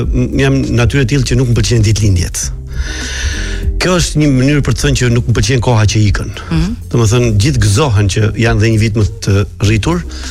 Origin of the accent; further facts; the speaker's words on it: Sarandë, Vlorë County, Albania; Unë isha nga Saranda